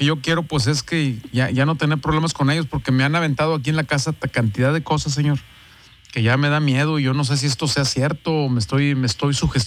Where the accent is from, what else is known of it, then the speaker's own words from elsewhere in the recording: Linares, Nuevo León, Mexico; now in Guadalupe, Mexico; Nosotros somos de Linares, señor.